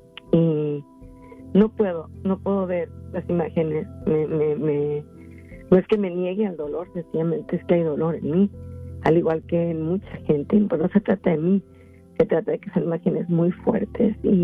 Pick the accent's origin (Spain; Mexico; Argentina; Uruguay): Mexico; Mexico City; now in United States; yo vengo de la Ciudad de México, así que también es igual allá.